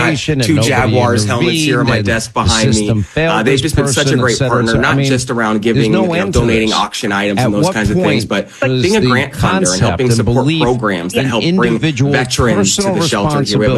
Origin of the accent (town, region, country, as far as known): Denver, Colorado, United States; born or raised there; also born or lived in Salt Lake City, United States